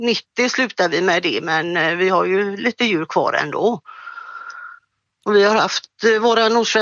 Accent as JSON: {"language": "Swedish", "town": "Gothenburg", "region": "Västra Götaland County", "country": "Sweden", "tie": "born there", "moved": "yes", "said": "Jag är själv född i Göteborg"}